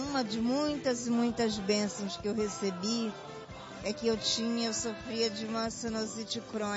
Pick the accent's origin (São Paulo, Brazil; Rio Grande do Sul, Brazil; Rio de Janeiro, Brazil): Rio de Janeiro, Brazil; eu venho de Vigário Geral.